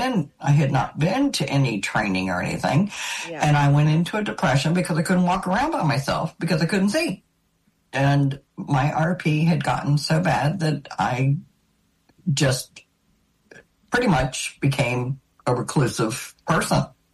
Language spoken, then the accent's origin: English; Virginia Beach, Virginia, United States; also born or lived in Maryland / New Jersey; No. I was born in Maryland. I spent a couple of years in New Jersey, but I grew up in Virginia Beach.